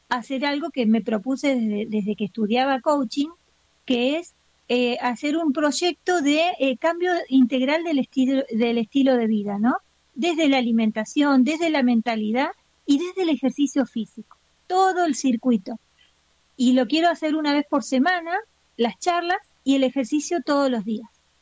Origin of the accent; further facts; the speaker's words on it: Argentina; yo soy argentina, pero amo la salsa y el merengue.